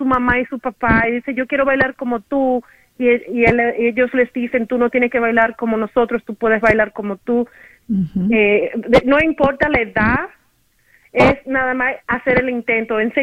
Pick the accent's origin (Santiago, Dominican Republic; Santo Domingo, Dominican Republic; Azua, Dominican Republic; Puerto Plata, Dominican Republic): Santiago, Dominican Republic; Sí, me crié en Santiago, en la República Dominicana